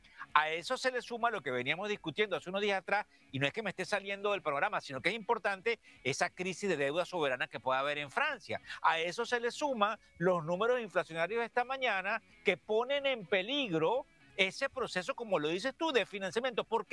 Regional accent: Venezuela; yo soy el venezolano de negocios televisión y soy refranero, ya me he puesto grande, como diríamos, mayor.

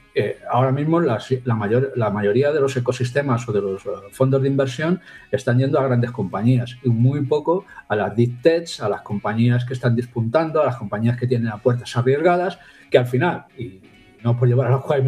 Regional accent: Spain; soy europeo, soy español

